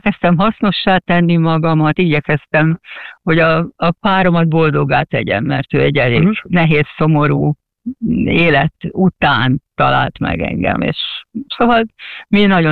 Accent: Hungary; moved away as an adult; now in England, United Kingdom; Tehát én úgy kerültem Angliába, nem úgy, mint a honfitársak többsége, hogy új munka, karrier lehetőség, én szerelemből mentem Angliába.

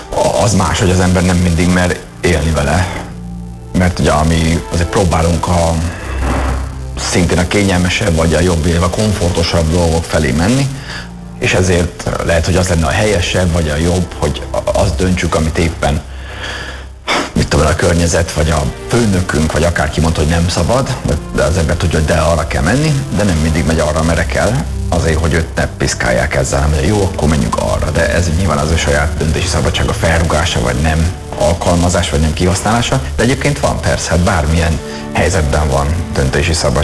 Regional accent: Pécs, Baranya, Hungary; born there; Ugye pécsi születésű vagyok, közel van a mecsek.

